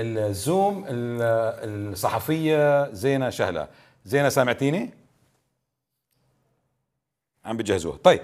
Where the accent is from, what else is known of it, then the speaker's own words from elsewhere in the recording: Syria; عندنا بسوريا